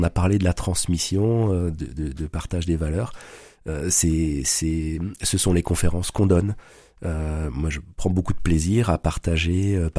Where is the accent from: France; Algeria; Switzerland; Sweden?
France; Grand Est; moved away as an adult; now in Brittany, France; Moi, j'ai grandi en Alsace. Ça fait donc 20 ans qu'on est en Bretagne avec mon épouse